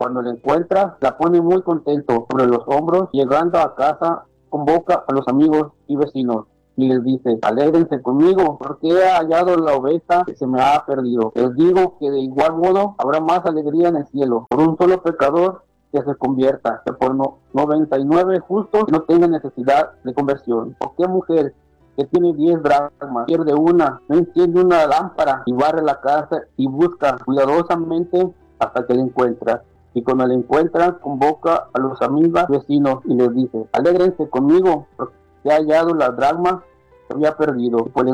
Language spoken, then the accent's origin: Spanish; Chiapas, Mexico; now in Illinois, United States; yo soy del estado de Chiapas, México, y por ahí acá en el estado de Illinois, Estados Unidos. Tengo 35 años.